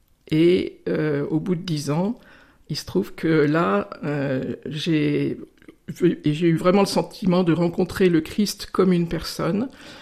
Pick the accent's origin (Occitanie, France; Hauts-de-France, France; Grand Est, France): Grand Est, France; Très vite, mes parents sont partis en Lorraine pour des raisons professionnelles. Et puis j'ai grandi donc en Lorraine jusqu'à l'âge de 16 ans.